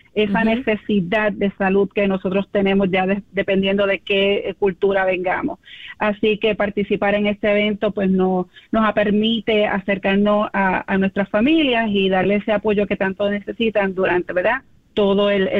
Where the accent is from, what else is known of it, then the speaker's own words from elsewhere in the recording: Puerto Rico; Yo, siendo puertorriqueña, nacida y criada, crecimos con mucho arroz, habichuela, mucha cosa que no es muy saludable